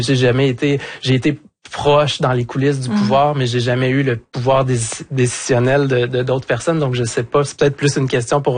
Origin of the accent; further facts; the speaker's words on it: Quebec, Canada; Tu sais, pour revenir plus près de chez nous, au Québec, le premier référendum, René Lévesque, il a terminé avec la chanson